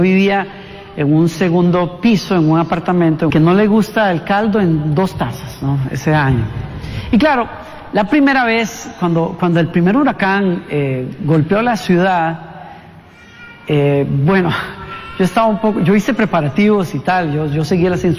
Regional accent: Costa Rica; moved away as an adult; also born or lived in Orlando, Florida; now in United States; yo vengo de Costa Rica

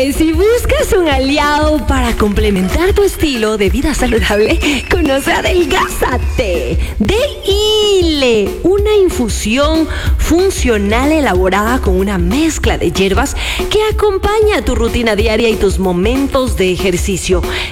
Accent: Ecuador; also born or lived in Cuenca, Ecuador; Yo viví en Cuenca. Y mi papá es cuencano, también tengo que decirlo.

